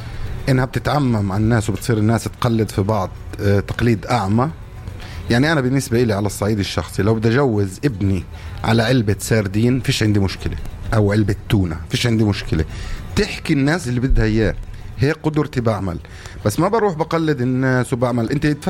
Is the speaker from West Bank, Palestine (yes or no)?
yes; Hebron, West Bank, Palestine; أنا خليلي يعني الخليل